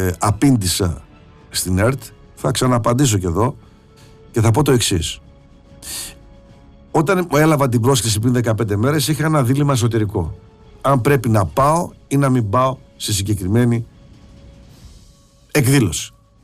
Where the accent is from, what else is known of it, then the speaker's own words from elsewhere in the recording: Thessaloniki, Central Macedonia, Greece; εγώ μεγάλωσα στο Ελευθέρω Κορδελιό και στην Νεάπολη στα αρχικά μου χρόνια, όταν γονίζονται στη Γερμανία.